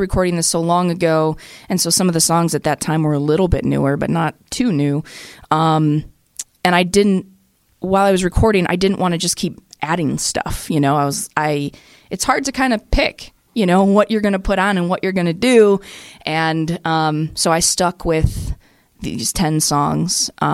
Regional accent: Ypsilanti, Michigan, United States; Near Ann Arbor, yeah. Ypsilanti, I got to say it. I can't say I'm from

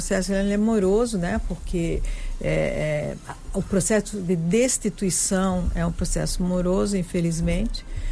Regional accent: Germany; Eu sou alemã, Dankeschön.

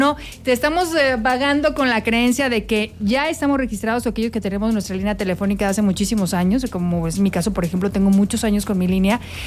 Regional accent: Querétaro, Mexico; eso no nos representa como queretanos y definitivamente no nos representa como mexicanos.

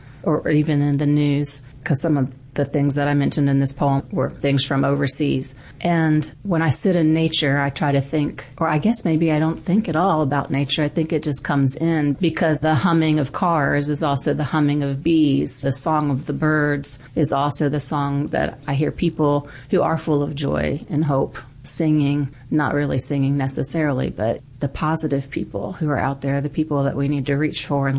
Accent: Florida, United States; I'm originally from Florida, so there's a lot of ocean.

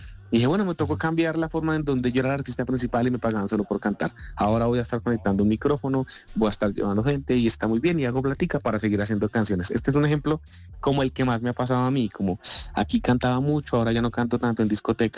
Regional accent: Colombia; mira, yo soy de Colombia, yo canto

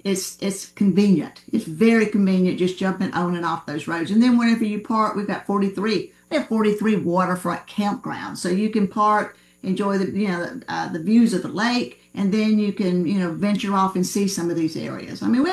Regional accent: Georgia, United States; And, you know, when I moved here back in 2000, I grew up in Georgia, but when I moved here in 2000, you know, it's very quiet.

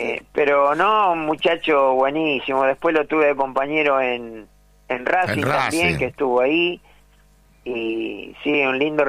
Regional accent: Haedo, Buenos Aires Province, Argentina; yo soy de Aedo, vivo a una cuadra de la estación de Aedo.

